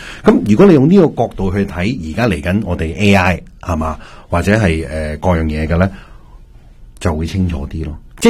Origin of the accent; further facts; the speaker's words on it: China; 我哋中国人嗰套难啲啦，因为中国人意会㗎嘛